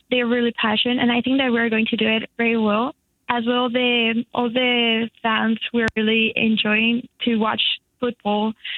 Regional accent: Mexico City, Mexico; moved away as an adult; now in Edinburgh, United Kingdom; I'm from Mexico City.

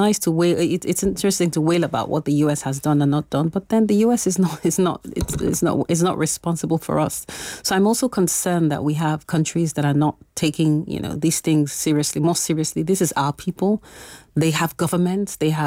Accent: Nigeria; I'm Nigerian and I was in Nigeria when we had the last Ebola outbreak

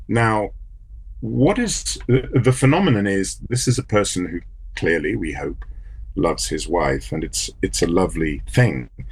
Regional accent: South Africa; As a South African

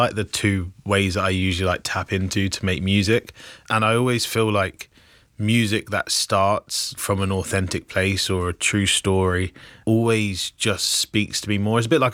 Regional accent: Luton, East of England, United Kingdom; I grew up in Luton

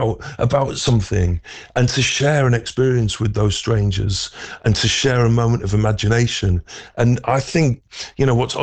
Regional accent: Stockport, North West England, United Kingdom; moved away; And I'm from Stockport, you know, I'm from the kind of suburban edges of Manchester.

